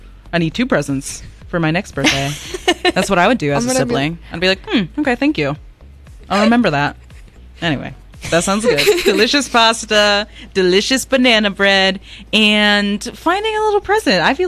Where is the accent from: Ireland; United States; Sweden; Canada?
Ireland; Listen, I'm not Italian.